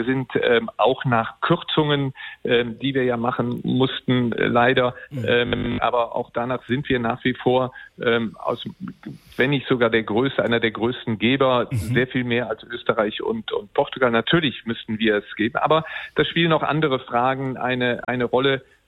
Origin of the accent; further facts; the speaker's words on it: North Rhine-Westphalia, Germany; Ja, gut, als Rheinländer sind wir ja Klüngel gewohnt.